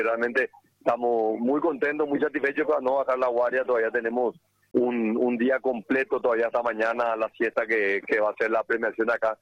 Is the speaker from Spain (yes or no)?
no; Paraguay